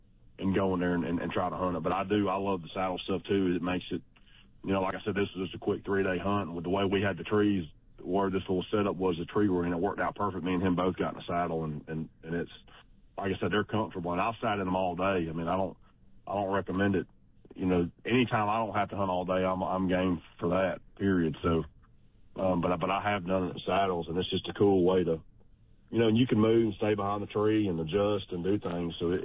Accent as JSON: {"language": "English", "region": "Georgia", "country": "United States", "tie": "born or raised there", "said": "I was like most redneck kids growing up in Georgia."}